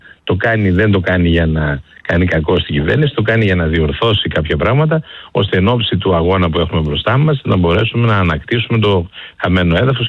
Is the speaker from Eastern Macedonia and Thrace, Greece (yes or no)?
yes; Eastern Macedonia and Thrace, Greece; εγώ επισημαίνω που κατάγομαι και από την Ροδόπη, οι αγρότες μας.